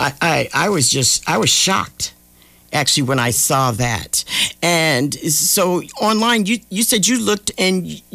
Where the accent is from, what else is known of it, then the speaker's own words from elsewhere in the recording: Washington, United States; moved away; You know, I'm originally from Washington State.